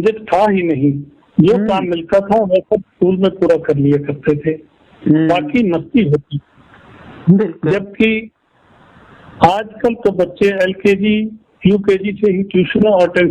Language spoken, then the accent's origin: Hindi; Adhomajra, Haryana, India; now in Ambala, India; मेरा गांव अधोमाजरा है परंतु अब मैं अंबाला शहर में रहता हूँ।